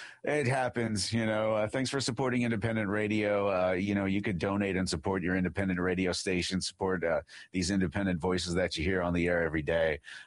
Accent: Los Angeles County, California, United States; also born or lived in San Diego; I'm not from there. I'm from Los Angeles County, Angeles, California. But I cut my chops in radio down in San Diego.

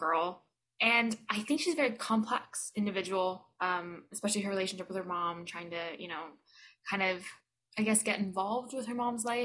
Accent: Toronto, Ontario, Canada; I play Kali, and I'm from Toronto.

